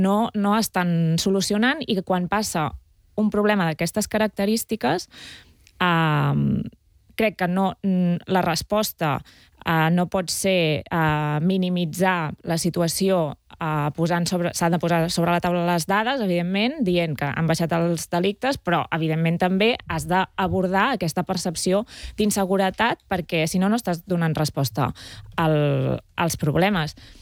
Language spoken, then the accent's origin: Catalan; Berga, Catalonia, Spain; jo sóc de Berga, Manresa queda a prop